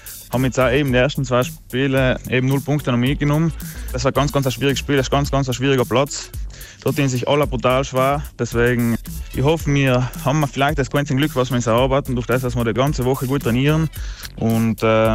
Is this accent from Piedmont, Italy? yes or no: no; Trentino-Alto Adige, Italy; Ich bin von Dobler